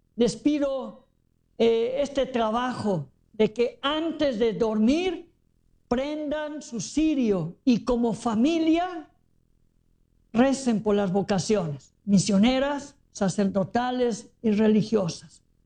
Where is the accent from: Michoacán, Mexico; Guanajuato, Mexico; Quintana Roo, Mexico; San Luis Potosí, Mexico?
Michoacán, Mexico; Sahuayo; born there; moved away; mi pueblo, Sahuayo